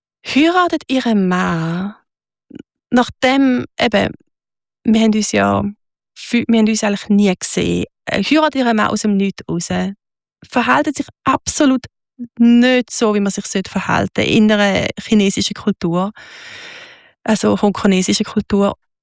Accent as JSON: {"language": "German", "country": "Switzerland"}